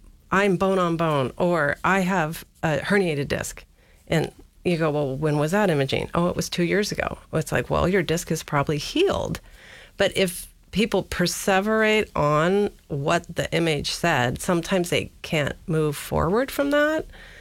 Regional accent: Gakona, Alaska, United States; Originally, I grew up in Gakona, Alaska.

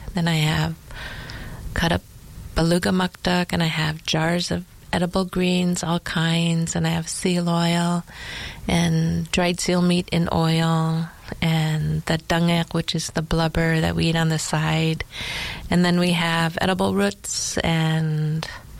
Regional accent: Utqiagvik, Alaska, United States; now in Unalakleet, United States; She was born in Shishmaref, where my family's from, and I grew up in the Arctic in Utqiagvik, which is Barrow.

